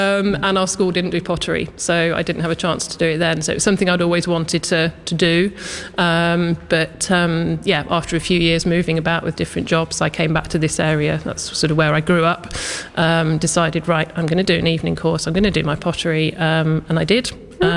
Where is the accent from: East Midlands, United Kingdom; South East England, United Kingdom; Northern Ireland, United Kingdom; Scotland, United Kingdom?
East Midlands, United Kingdom; Wellingborough; I'm from Wellingborough myself, so I don't know this area that well